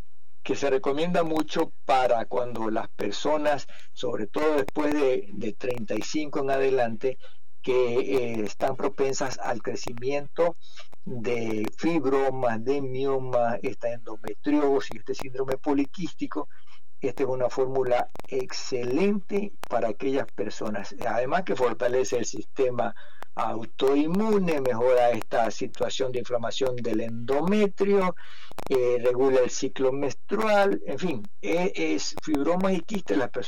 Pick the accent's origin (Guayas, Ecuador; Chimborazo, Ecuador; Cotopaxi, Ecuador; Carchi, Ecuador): Guayas, Ecuador; Guayaquil; Cuando voy a mi país, mi tierra, Ecuador, Guayaquil, la ciudad donde yo vivo, una ciudad grande, 3 millones de habitantes